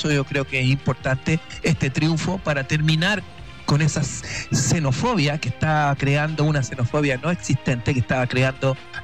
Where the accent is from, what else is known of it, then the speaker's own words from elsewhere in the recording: Chile; Nosotros como chilenos tenemos segundas generaciones de chilenos que viven acá